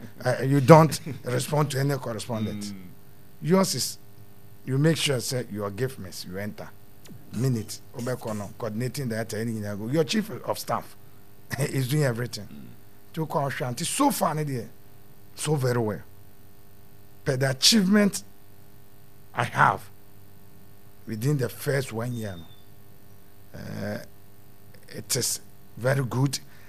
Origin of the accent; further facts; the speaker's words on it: Ghana; This is my hometown. I started school here, went to Presby, went to St. Peter, went to Cape Coast and came back, went to University of Kwame Nkrumah University of Science and came back. So I'm staying here.